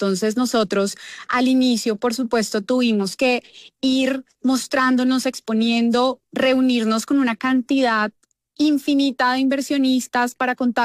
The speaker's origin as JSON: {"language": "Spanish", "region": "Bogotá", "country": "Colombia", "tie": "born or raised there", "said": "yo nací en Bogotá, he vivido acá todo el tiempo"}